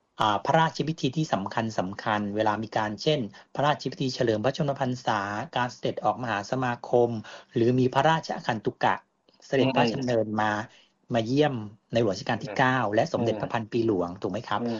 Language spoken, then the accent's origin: Thai; Sukhothai, Thailand; ผมเกิดและเติบโตที่จังหวัดสุโขทัยครับ